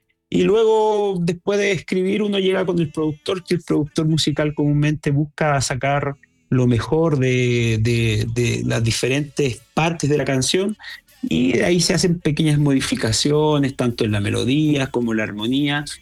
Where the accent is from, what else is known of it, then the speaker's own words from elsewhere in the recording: Chile; para nosotros como chilenos, nos sentimos bien orgullosos